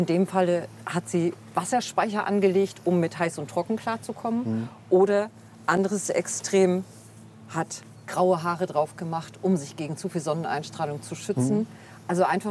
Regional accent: Hamburg, Germany; Also ich komme aus dem Hamburger Raum, nasse, matschige Winter.

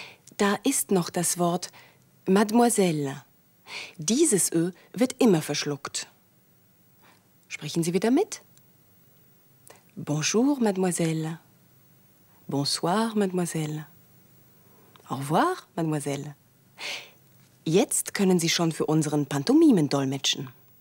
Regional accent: France

